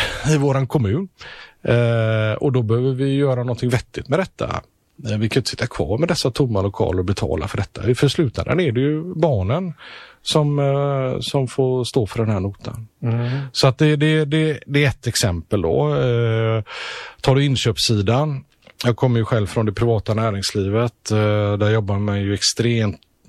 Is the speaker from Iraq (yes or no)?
no; Netherlands; Jag har ju själv lite olika tillfällen berättat om min egen bakgrund där jag växte upp under en period i Nederländerna, Holland.